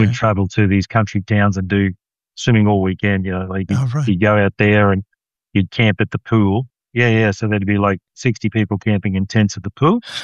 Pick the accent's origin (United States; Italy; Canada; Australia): Australia; Rockhampton, Queensland; born or raised there